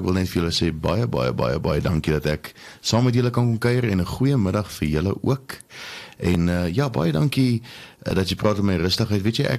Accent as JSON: {"language": "Afrikaans", "town": "Alberton", "region": "Gauteng", "country": "South Africa", "tie": "born or raised there", "said": "So, ek is gebore, ek kom eintlik oorspronklik van Alberton af, daar skool gegaan op Hoërskool Alberton en vandaar het ek drama en film gaan studeer by TUT."}